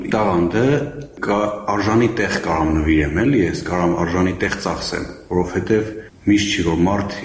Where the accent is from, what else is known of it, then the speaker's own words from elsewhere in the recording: Vanadzor, Lori, Armenia; Ասեմ, որպես վանաձորցի շատ արագ ինտեգրվեցի խումբ